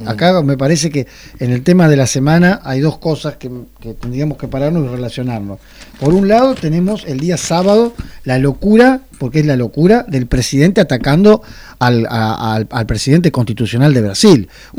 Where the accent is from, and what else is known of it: Argentina; now in Rosario, Argentina